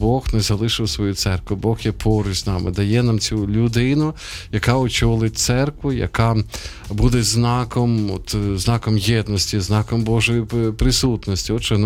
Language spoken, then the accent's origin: Ukrainian; Sumy, Sumy Oblast, Ukraine; Мої рідні Суми, загалом не пам'ятаю, коли телефонували.